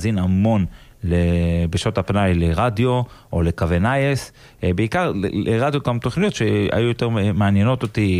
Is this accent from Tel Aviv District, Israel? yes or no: yes; Bat Yam, Tel Aviv District, Israel; אני גדלתי בבת ים, בשליחות